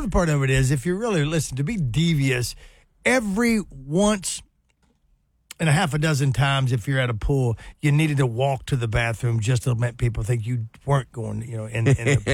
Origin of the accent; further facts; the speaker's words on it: Hot Springs, Arkansas, United States; Growing up in Hot Springs, we didn't go to Lake Washington as a kid because it was way out there.